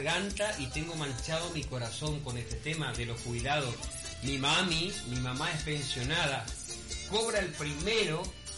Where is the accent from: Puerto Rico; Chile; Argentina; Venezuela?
Argentina; yo soy argentino.